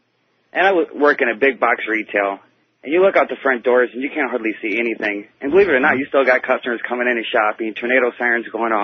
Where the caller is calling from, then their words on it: Des Moines, Iowa, United States; I'm a first time caller from Des Moines, Iowa.